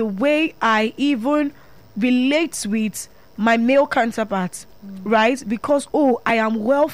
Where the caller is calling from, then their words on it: Lagos, Nigeria; I'm calling from the studio right here in the city of Lagos.